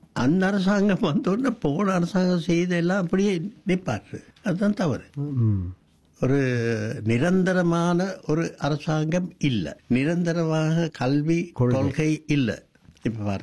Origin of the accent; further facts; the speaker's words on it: Sri Lanka; first language Sinhala; Tamil is a second language; நான் ஒரு சிங்களவர்